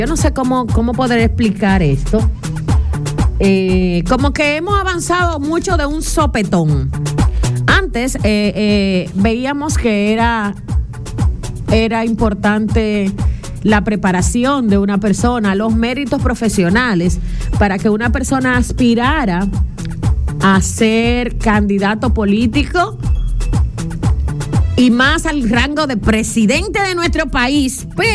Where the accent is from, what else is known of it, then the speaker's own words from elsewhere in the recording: Dominican Republic; nosotros como dominicanos y nosotros como ignorantes aquí, opinadores de M